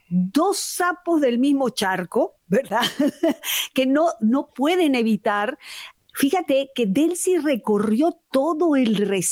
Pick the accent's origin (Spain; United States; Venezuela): Venezuela; una cosa es lo que yo puedo sentir como venezolana